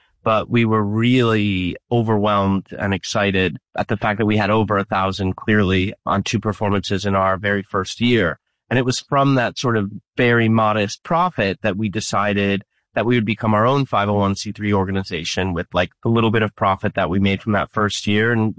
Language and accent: English; Scranton, Pennsylvania, United States; I was thinking this would be really fun to do in my hometown of Scranton, Pennsylvania.